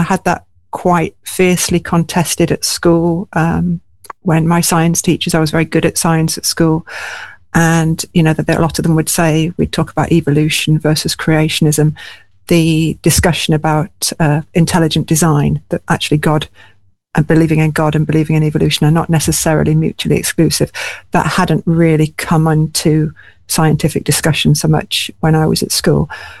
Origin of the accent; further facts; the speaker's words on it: Hull, Yorkshire and the Humber, United Kingdom; I grew up in Hull